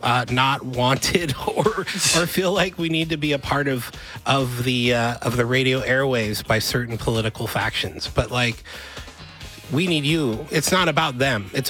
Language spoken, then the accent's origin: English; the Bay Area, California, United States; moved away as an adult; now in Seattle, United States; I've been all around this country. I grew up in the Bay Area. The first time I moved to Seattle